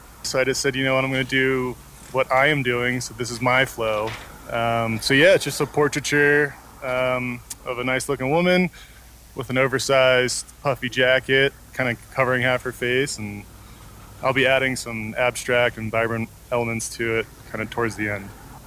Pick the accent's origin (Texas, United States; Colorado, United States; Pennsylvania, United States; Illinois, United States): Colorado, United States; Denver; I'm from Denver, and this is my fourth year doing the festival.